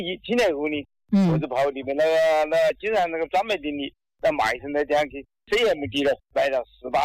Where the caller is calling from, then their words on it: Luoding, Guangdong, China; 我是罗定啦。